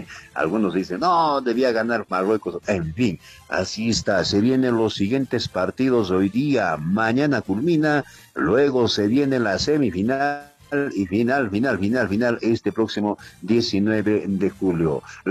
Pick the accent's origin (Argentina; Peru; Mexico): Peru; Nuestra patria, el Perú